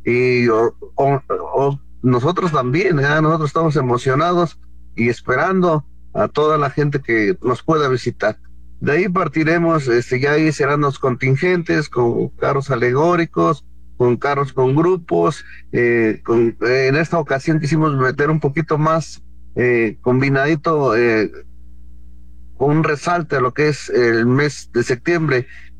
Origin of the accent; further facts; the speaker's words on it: Mexico; now in Tula, Mexico; lejos de ser cristianos, somos mexicanos también, ¿verdad? Somos mexicanos